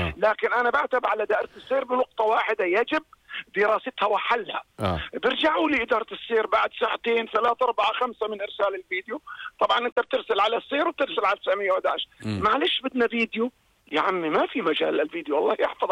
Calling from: Jordan; انت كأردني احنا الحلو عندنا في الأردنيين كلنا رجال أمن

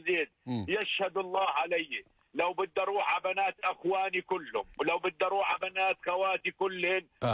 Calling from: Jordan; احنا كشعب اردني متعارف علينا انه احنا بنحب الهديه

